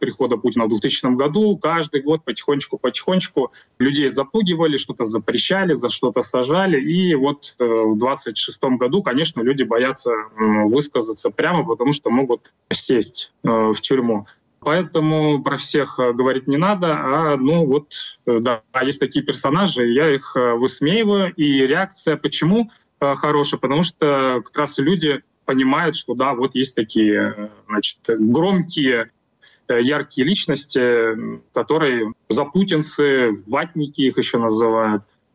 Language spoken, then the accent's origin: Russian; Russia; moved away as an adult; Не надо обобщать россиян, потому что я сам россиянин, я до 25 года жил в России, в окружении меня все люди прекрасно все понимают.